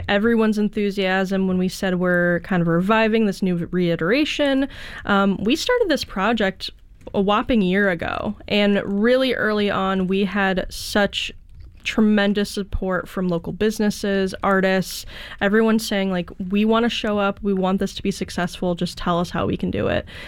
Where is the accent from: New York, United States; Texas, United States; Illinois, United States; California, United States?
Illinois, United States; Aurora; So I grew up in the Chicagoland. I'm from Aurora, Illinois.